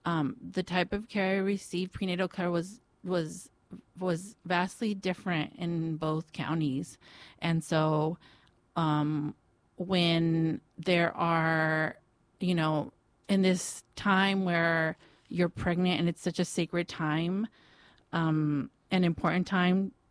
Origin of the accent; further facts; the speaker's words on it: Oxnard, California, United States; my identity as a brown girl growing up in Oxnard